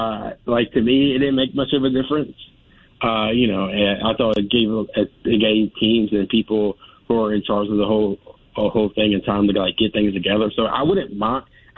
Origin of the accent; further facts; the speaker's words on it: Maryland, United States; I could say Baltimore, just given fact, I'm from Maryland